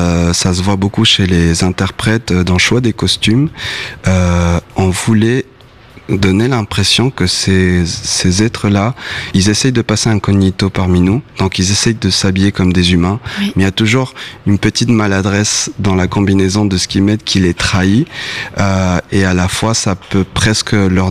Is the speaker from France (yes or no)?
no; Argentina; Moi, j'ai grandi en Argentine.